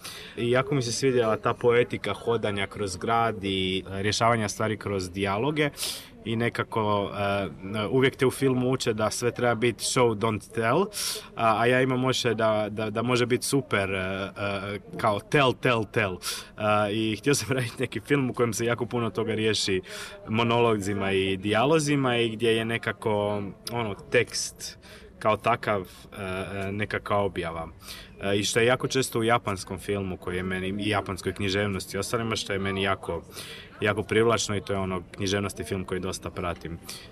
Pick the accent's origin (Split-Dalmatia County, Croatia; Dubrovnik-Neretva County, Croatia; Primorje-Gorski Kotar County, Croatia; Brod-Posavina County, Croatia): Dubrovnik-Neretva County, Croatia; Dubrovnik; born there; Ja sam rođen u Dubrovniku